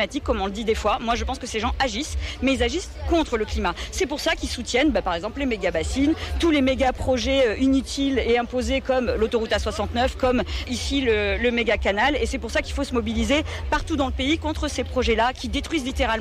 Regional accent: Toulouse, Occitanie, France; je viens de Toulouse

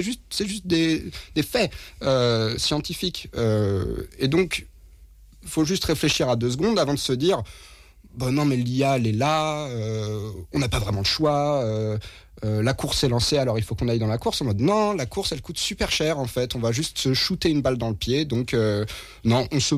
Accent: Orléans, Centre-Val de Loire, France; je viens d'Orléans

